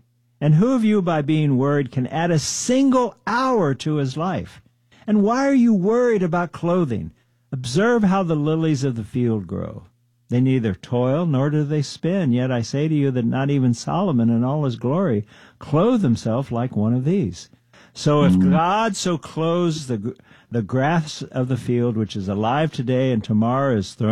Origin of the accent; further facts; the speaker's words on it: Germany; also born or lived in Turkey; I grew up in living in Germany and Turkey. My dad was in the military. Then I lived out in the Philippines and Indian Ocean on aircraft carriers.